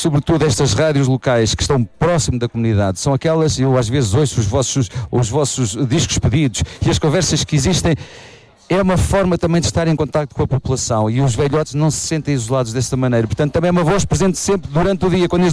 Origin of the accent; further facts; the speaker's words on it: Vila Nova de Poiares, Centro, Portugal; sou de Poiares